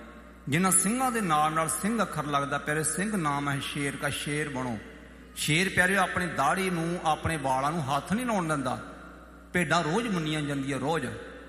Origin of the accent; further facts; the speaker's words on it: Jhamka, Punjab, India; ਮੇਰਾ ਪਿੰਡ ਮਾਣੋਚਾਲ ਅਤੇ ਪੰਜਵੜ ਦੇ ਵਿਚਕਾਰ ਹੈ। ਮਾਣੋਚਾਲ ਸਾਡੇ ਇੱਧਰ ਹੈ ਅਤੇ ਪੰਜਵੜ ਸਾਡੇ ਇੱਧਰ ਹੈ। ਵਿੱਚ ਮੇਰਾ ਪਿੰਡ ਹੈ ਝਾਮਕਾ।